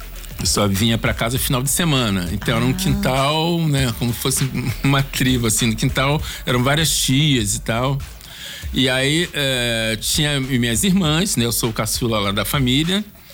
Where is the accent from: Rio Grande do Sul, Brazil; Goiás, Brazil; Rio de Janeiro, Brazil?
Rio de Janeiro, Brazil; Belford Roxo; born there; also born or lived in Lins, Rio de Janeiro; E eu com 4 anos de idade saí do morro, nasci no Lins, Barro Preto, Cabo Sul, complexo do Lins. E aí com 4 anos de idade eles se separam, aí eu vou pra Belfort Roxo, pra Baixada com a minha mãe, né?